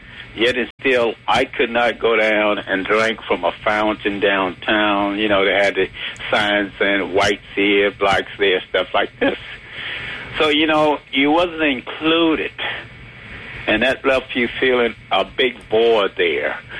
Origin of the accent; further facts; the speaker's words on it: Daytona Beach, Florida, United States; I was like 13 years old, you know, in Daytona Beach, Florida, my hometown